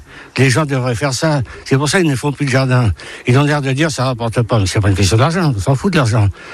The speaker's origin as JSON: {"language": "French", "region": "Normandy", "country": "France", "said": "moi, je suis normand. Hein. Attention, je suis un viking, hein."}